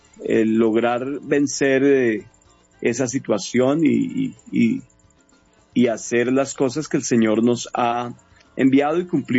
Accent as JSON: {"language": "Spanish", "town": "San Juan de Río Seco", "region": "Cundinamarca", "country": "Colombia", "said": "yo soy de acá, de San Juan de Río Seco, yo soy de esta región. Yo conocí el Evangelio en esta iglesia donde estoy ahora"}